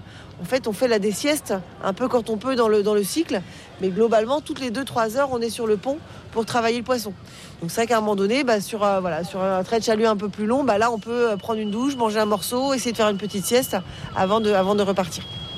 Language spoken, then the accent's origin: French; Brittany, France; On dit le bao, sinon chez nous en Bretagne.